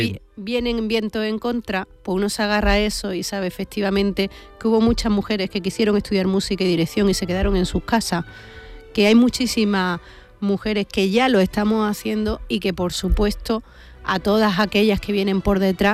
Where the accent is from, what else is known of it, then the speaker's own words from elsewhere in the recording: Andalusia, Spain; also born or lived in Linares; como andaluza se me reconoce como andaluza